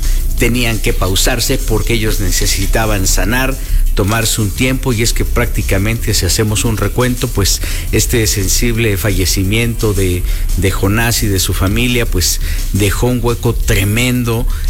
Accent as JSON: {"language": "Spanish", "country": "Mexico", "said": "Y a todos los que somos mexicanos, reivindiquemos, ¿no?"}